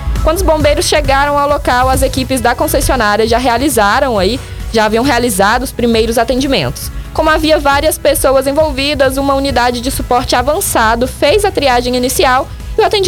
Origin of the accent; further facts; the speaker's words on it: Porangatu, Goiás, Brazil; Sou natural de Porangatu